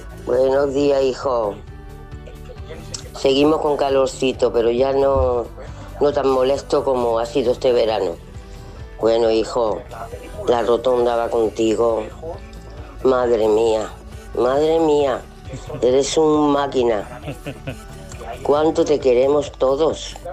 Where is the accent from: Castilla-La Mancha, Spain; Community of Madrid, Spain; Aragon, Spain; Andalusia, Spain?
Castilla-La Mancha, Spain; Escalona